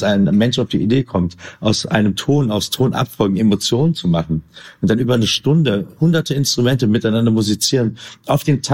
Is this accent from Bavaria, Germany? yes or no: no; Berlin, Germany; Genau, eigentlich komme ich aus Kreuzberg. Ich weiß, es steht immer in der Presse Neukölln.